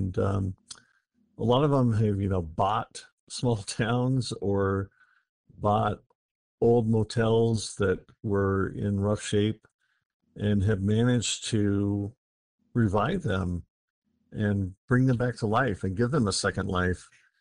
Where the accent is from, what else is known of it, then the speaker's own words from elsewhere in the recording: Pacific Northwest, United States; I grew up in the Pacific Northwest, so I don't have a real personal connection or memory of traveling Route 66 in my childhood.